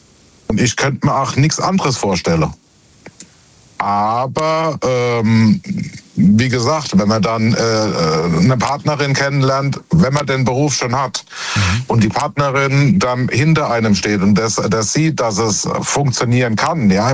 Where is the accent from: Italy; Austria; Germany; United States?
Germany; Worms, Rhineland-Palatinate; Ich bin aus Worms.